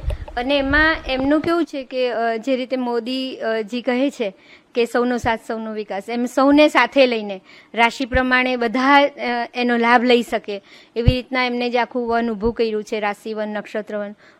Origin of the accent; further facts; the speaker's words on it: Vadodara, Gujarat, India; હું વડોદરાથી આવું છું.